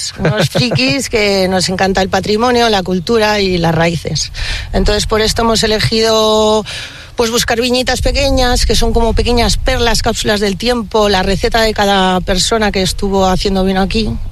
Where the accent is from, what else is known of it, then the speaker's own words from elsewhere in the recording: Burgos, Castile and León, Spain; moved away as an adult; also born or lived in San Sebastián; now in Sotillo, Spain; Yo soy de Burgos.